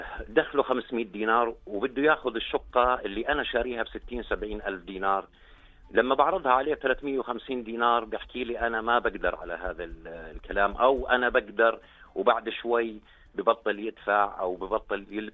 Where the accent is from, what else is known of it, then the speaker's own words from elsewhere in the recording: Jordan; عندنا في الأردن